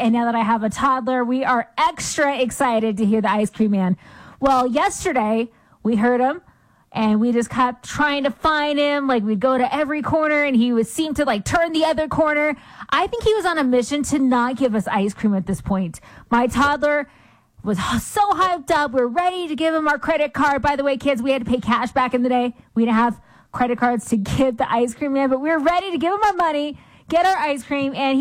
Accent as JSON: {"language": "English", "country": "United States", "tie": "born or raised there", "said": "So I grew up in the East Mountains, and we did not have an ice cream man drive around our hood. It just didn't happen. So now that I live in the city"}